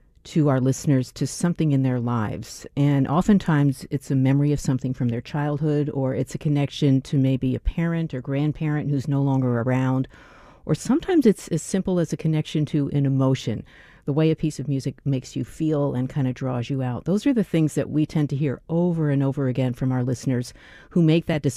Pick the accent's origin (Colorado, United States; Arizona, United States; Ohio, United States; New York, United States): New York, United States; New York City; Growing up in New York City or near New York City, it was a commercial classical station that I had access to.